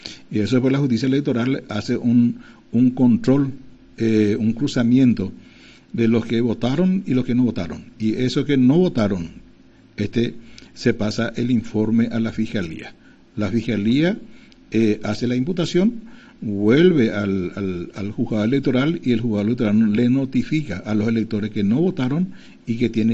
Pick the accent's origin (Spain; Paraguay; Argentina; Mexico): Paraguay